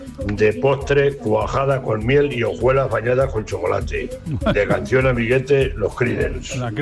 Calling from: Alcázar de San Juan, Castilla-La Mancha, Spain; de Alcázar de San Juan, el tío aquí.

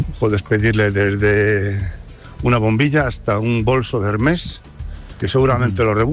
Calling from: Chillarón del Rey, Castilla-La Mancha, Spain; de Chillarón del Rey.

